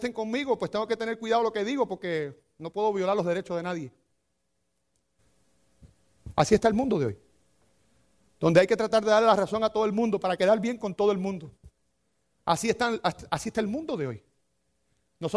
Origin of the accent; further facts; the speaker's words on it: Cuba; moved away; Yo llegué de Cuba y cuando llegué de Cuba yo llegué pensando que aquí las cosas iban a ser idénticas que en Cuba.